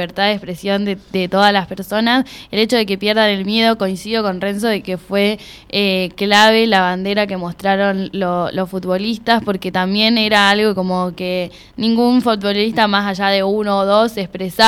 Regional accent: Argentina; me doy el lujo de decir en todos lados donde voy, soy argentino, y después por mi propio país no digo nada

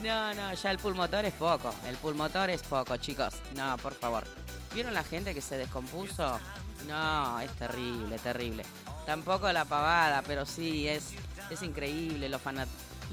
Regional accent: Argentina; así somos los argentinos.

